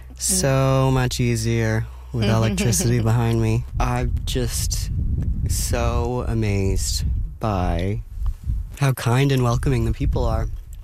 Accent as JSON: {"language": "English", "town": "Calgary", "region": "Alberta", "country": "Canada", "also_born_or_lived": "Montreal", "said": "I'm from Calgary, and I went to school in art history in Montreal, and I just finished my degree this summer, and I'm the current manager of Salvage Fisherman's Museum."}